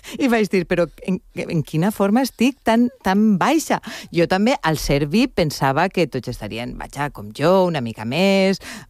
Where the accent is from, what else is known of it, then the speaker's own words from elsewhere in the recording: Valencian Community, Spain; Increïble, perquè jo vinc de la Serra de Mariola, precisament.